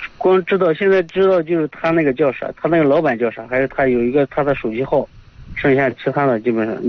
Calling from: Hejin, Shanxi, China; 河津的。

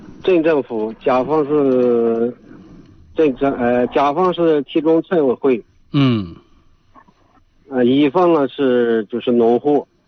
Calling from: Xinjiang, China; 我是咱们新疆县的。

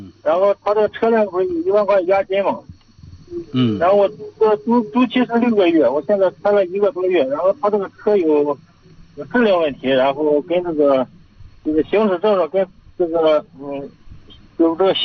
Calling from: Jishan, Shanxi, China; 我是在运河稷山的。

